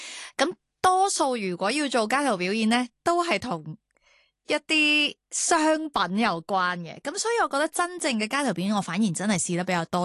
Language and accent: Cantonese; Canada; now in Hong Kong; 其实我细个喺加拿大嘅时候系歌唱比赛出身啦，然之后已经喺本地嘅一啲电视台做主持。